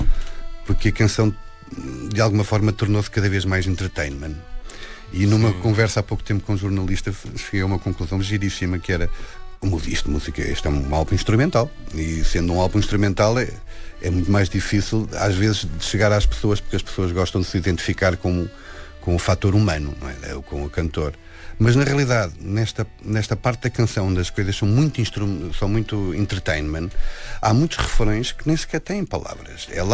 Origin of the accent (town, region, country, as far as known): Lisbon, Portugal; born or raised there